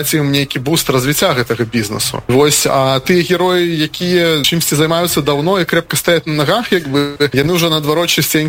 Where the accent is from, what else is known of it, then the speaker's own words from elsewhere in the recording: Belarus; Потому что, в принципе, и мы, белорусы, по менталитете, как бы, такие тихие некие.